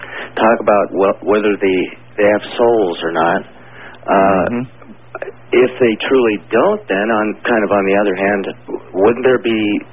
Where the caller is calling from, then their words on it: Los Lunas, New Mexico, United States; calling you from Las Lunas, New Mexico, listening on 77 KKOB.